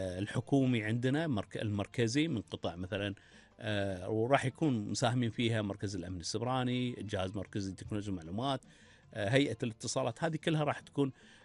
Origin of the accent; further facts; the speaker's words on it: Kuwait; إحنا بالكويت هنا نتميز في بنية تحتية من ناحية الاتصالات